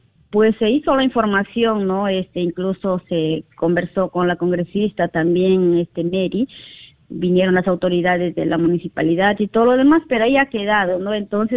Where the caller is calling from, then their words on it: Bagua province, Amazonas, Peru; soy la directora de la institución educativa 16729 de la comunidad nativa de Guaguas, provincia de Bagua, región Amazonas.